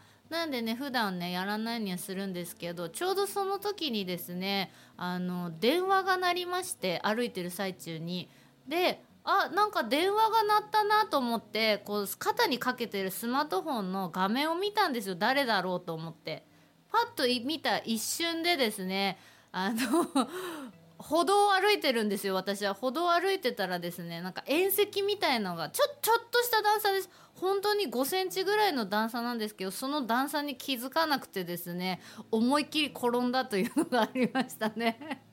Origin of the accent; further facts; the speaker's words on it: Hokkaido, Japan; もう生まれも育ちも北海道の私としては